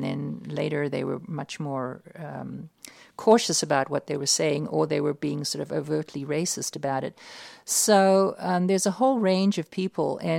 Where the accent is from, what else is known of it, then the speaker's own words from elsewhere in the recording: United States; I'm here. I'm here. I'm an American.